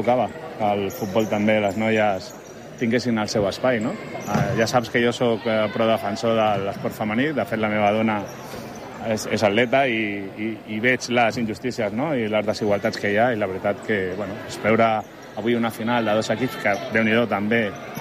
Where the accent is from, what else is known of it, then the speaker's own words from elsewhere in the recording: Parets del Vallès, Catalonia, Spain; els que som de Parets